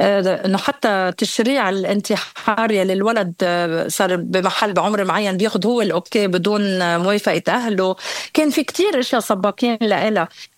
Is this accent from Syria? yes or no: no; Lebanon; نحن كشعب لبناني بشكل عام شعب قلق، عايشين من حرب لحرب لحرب ما بنخلص